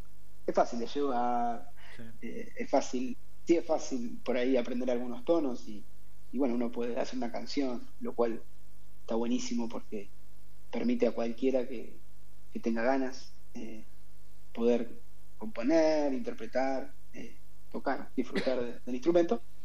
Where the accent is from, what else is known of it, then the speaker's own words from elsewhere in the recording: Chacabuco, Buenos Aires Province, Argentina; yo soy de Chacabuco, y por ahí con mis amigos de mi grupo de amigos de Chacabuco, de la secundaria, digamos, siguen siendo mi grupo de amigos